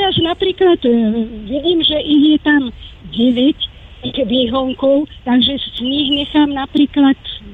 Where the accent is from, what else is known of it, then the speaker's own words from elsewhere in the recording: Stará Turá, Trenčín Region, Slovakia; Nie, ja som zo Starej Turej.